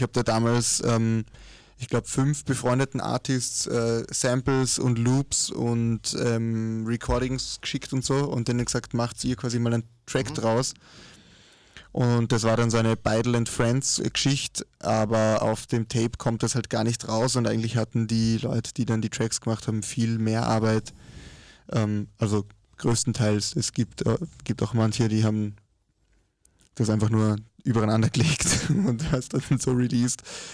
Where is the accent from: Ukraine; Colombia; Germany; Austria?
Austria; Vorarlberg; moved away as an adult; now in Vienna, Austria; ich habe Klarinette gelernt in Vorarlberg und habe da ewig im Orchester gespielt und in der Militärmusik dann auch über ein Jahr, bevor ich nach Wien gezogen bin.